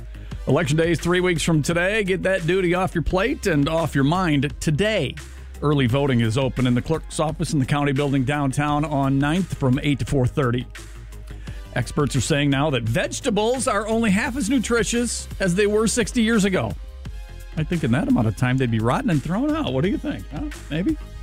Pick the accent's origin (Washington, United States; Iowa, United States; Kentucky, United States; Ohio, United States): Iowa, United States; now in Illinois, United States; Iowa is number 1. That's my home state.